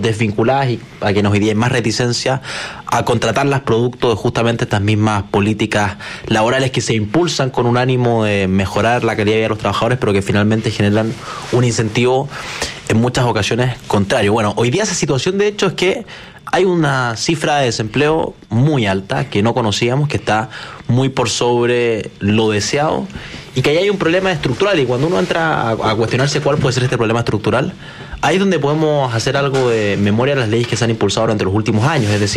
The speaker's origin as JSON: {"language": "Spanish", "region": "Araucanía", "country": "Chile", "said": "Yo que soy de la Araucanía, ese es el impuesto más grande en la región de la Araucanía."}